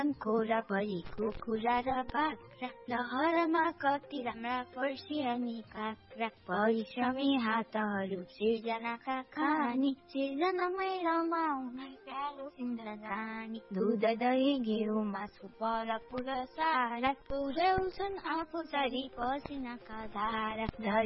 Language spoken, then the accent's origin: Nepali; Khairenitar, Gandaki Province, Nepal; मेरो घर खैरिनी टार।